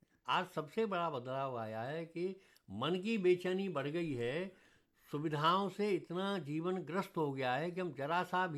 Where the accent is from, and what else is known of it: Uttar Pradesh, India; born or raised there